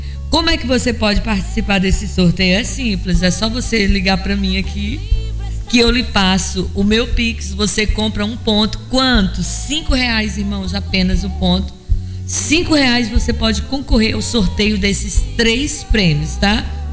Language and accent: Portuguese; Vitória, Brazil; born there; also born or lived in São Benedito dos Maciéis; Na verdade, eu nasci aqui em Vitória, fui criada uma parte lá, mas meus primeiros passos na fé foi ali na igreja Assembleia de Deus, ali em São Benedito.